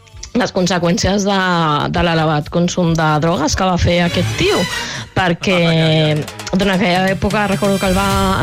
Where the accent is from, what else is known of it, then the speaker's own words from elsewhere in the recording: Monistrol de Calders, Catalonia, Spain; de Monistrol de Calders i petons i abraçades